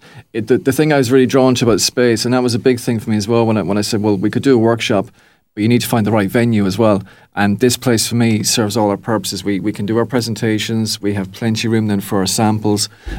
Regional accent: Achill, Connacht, Ireland; when I grew up schooling in Achill

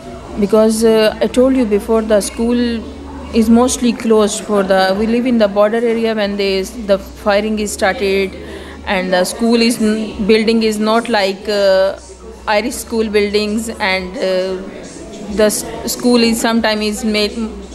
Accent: Azad Kashmir, Pakistan; English is a second language; moved away as an adult; now in Cork, Ireland; I'm from Pakistan, Kashmir.

